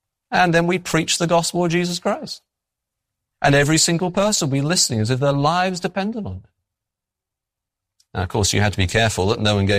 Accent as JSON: {"language": "English", "region": "England", "country": "United Kingdom", "said": "Now, I'm English."}